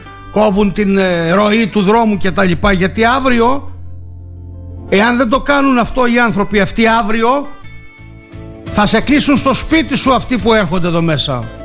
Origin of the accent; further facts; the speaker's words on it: Greece; για μένα σαν Έλληνας?